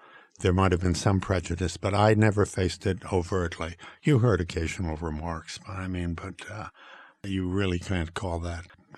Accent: New York, United States; I still think of myself as a New Yorker, naturally. And when I go there, I feel that I'm, yes, this is my place. This is home.

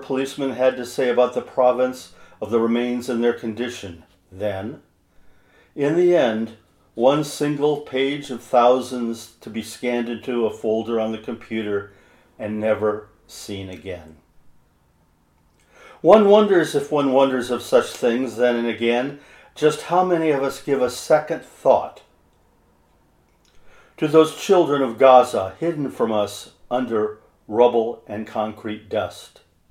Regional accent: Cottage Grove, Oregon, United States; I am a writer from Cottage Grove, Oregon.

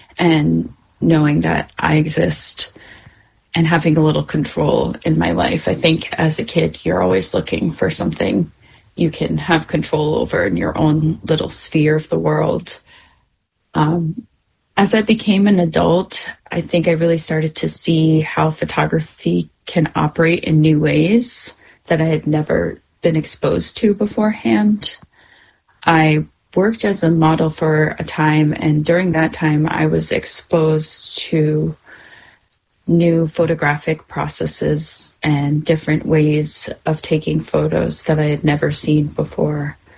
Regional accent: Maine, United States; now in Southern Maine, United States; I grew up on the Penobscot Reservation. I currently reside in Abenaki territory in what's now known as Southern Maine.

